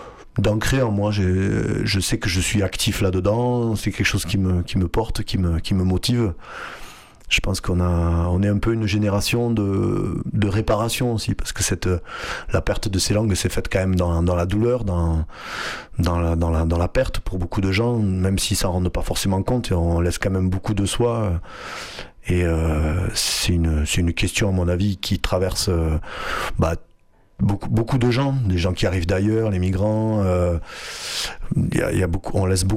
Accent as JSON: {"language": "French", "town": "Bédarieux", "region": "Occitanie", "country": "France", "tie": "born there", "also_born_or_lived": "Hauts-Cantons", "said": "suis né à Bédarieux mais mes parents sont arrivés l'année de ma naissance, donc j'ai vraiment vécu toute mon enfance là dans les Hauts-Cantons. Dans les Hauts-Cantons."}